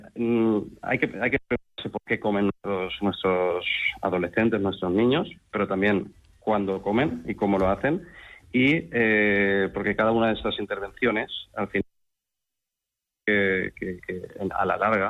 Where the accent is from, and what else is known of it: Valencia, Valencian Community, Spain